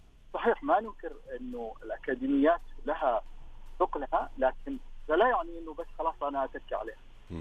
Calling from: Saudi Arabia; إحنا عندنا في السعودية

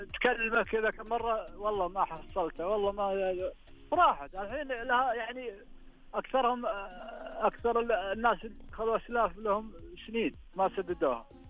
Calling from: Ranyah, Makkah Province, Saudi Arabia; من الرانية يا حبيبي.

